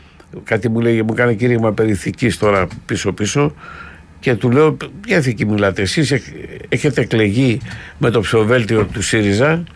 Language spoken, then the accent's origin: Greek; Thessaloniki, Central Macedonia, Greece; Έτσι, γιατί εγώ είμαι από τη Θεσσαλονίκη, λέει, δεν είμαι από το Κιλκίς.